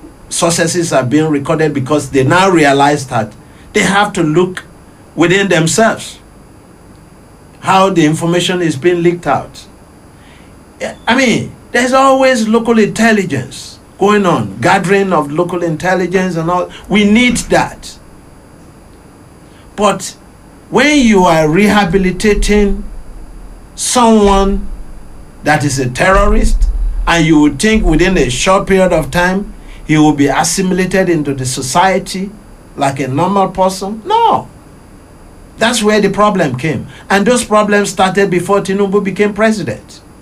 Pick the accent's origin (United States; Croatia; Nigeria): Nigeria; I'm talking now as a Nigerian citizen.